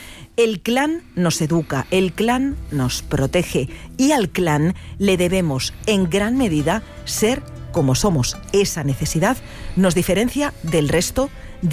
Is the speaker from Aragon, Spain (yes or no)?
no; Community of Madrid, Spain; accent: Madrid; Y nosotros aquí con nuestro acento de Madrid.